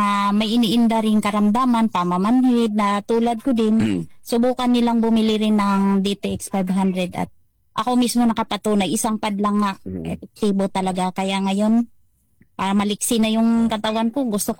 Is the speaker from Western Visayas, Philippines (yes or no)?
yes; Maasin, Western Visayas, Philippines; Taga Maasin yung panay.